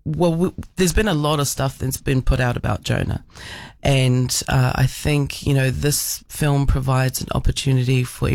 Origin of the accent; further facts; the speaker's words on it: South Auckland, Auckland, New Zealand; growing up in South Auckland